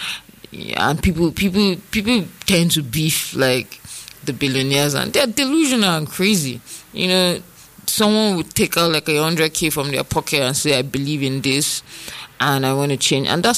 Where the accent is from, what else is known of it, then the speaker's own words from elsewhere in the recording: Nigeria; I'm Nigerian